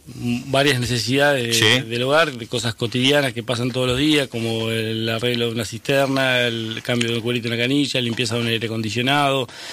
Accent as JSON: {"language": "Spanish", "town": "José Enrique Rodó", "region": "Soriano", "country": "Uruguay", "tie": "born or raised there", "also_born_or_lived": "Montevideo", "moved": "as an adult", "lives_now": "Colonia, Uruguay", "said": "Yo soy oriundo de Soriano. Me fui a los 18 años, me fui a vivir a Montevideo."}